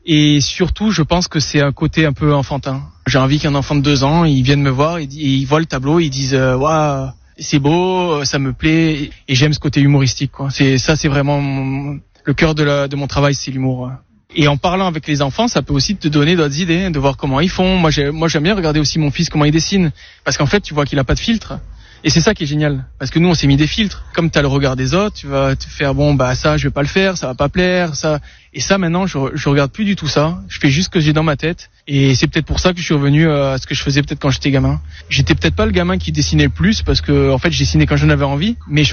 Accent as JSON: {"language": "French", "town": "Nice", "region": "Provence-Alpes-Côte d'Azur", "country": "France", "also_born_or_lived": "Dijon / Clermont-Ferrand / Toulouse", "moved": "as an adult", "said": "Quand tu passes le Var en tant que niçois"}